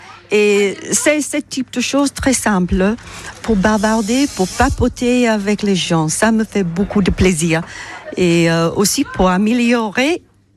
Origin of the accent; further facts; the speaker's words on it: England, United Kingdom; French is a second language; moved away as an adult; now in Is-sur-Tille, France; Oui, nous sommes d'Angleterre anciennement. Maintenant, on a déménagé ici pendant 5 ans.